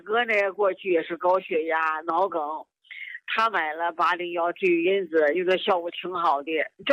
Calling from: Baoding, Hebei, China; 我是河北保定这儿的呀。

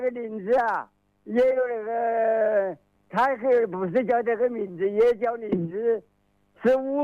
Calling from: Wuhan, Hubei, China; 我是武汉杭口的，江汉区的。3元桥路57号。

